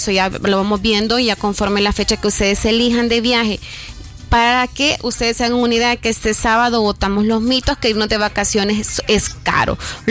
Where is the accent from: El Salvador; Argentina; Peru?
El Salvador; como salvadoreños solamente necesitamos nuestro pasaporte vigente